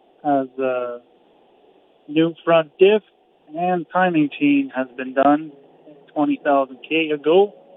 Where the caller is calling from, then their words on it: Vegreville, Alberta, Canada; Just north of Vagreville.